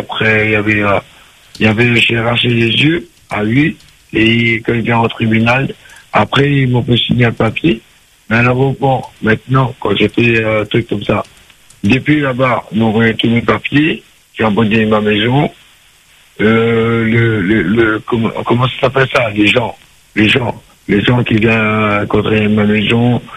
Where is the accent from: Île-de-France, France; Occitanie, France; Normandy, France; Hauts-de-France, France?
Île-de-France, France; Paris; Je suis de Paris.